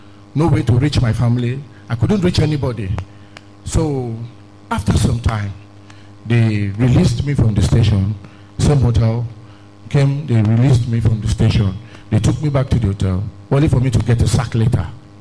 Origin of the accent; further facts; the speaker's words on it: Cross River, Nigeria; now in Abuja, Nigeria; I am from Cross River State.